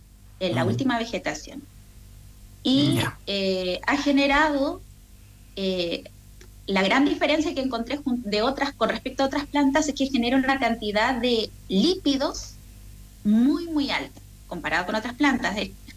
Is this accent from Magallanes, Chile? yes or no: no; Coyhaique, Aysén, Chile; moved away as an adult; also born or lived in Santiago; yo también soy de Coyhaique